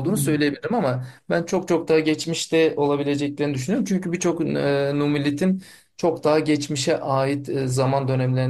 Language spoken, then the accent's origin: Turkish; Darende, Malatya, Turkey; Ben aslen Malatyalıyım. Malatya'nın Darende'ye bağlı Ağılbaşı köyünde doğdum.